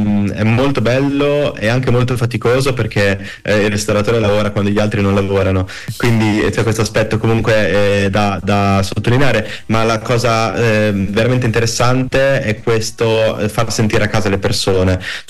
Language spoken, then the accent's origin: Italian; Rimini, Emilia-Romagna, Italy; Ti parlo da riminese, a Torriana per lavoro.